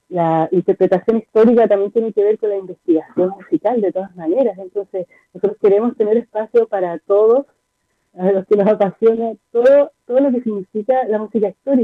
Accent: Valparaíso, Chile; yo soy de Valparaíso, tengo toda mi familia en Santiago, yo voy de aquí para allá

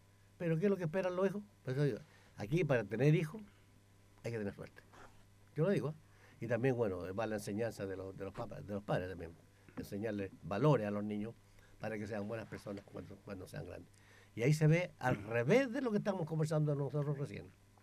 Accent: Chile; somos los jugadores de América, pucha, con tantas riquezas naturales, Chile, mucha cobre, litio, salmoneras las más grandes del mundo, y que estemos pasando por esto, oiga.

